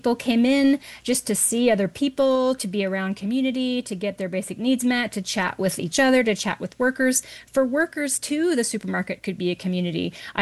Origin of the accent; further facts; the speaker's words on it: Utah, United States; moved away as an adult; also born or lived in New York City; So I moved back to my home region. I'm from the Mountain States, and I moved back to Utah.